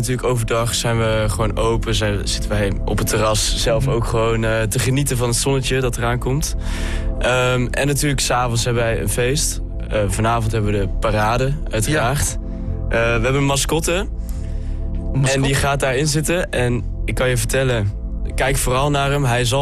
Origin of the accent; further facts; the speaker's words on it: North Brabant, Netherlands; moved away as an adult; Zelf kom ik uit Brabant, dat is een eindje weg.